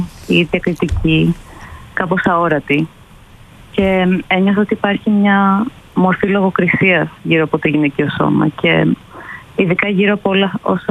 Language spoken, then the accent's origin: Greek; Greece; now in London, United Kingdom; Εγώ είμαι Ελληνίδα, αλλά μένω στο Λονδίνο.